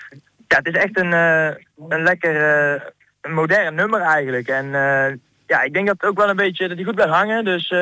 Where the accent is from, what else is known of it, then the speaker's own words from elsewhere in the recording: Dongen, North Brabant, Netherlands; ik kom uit het Brabantse Dongen, tussen Tilburg en Breda gelegen.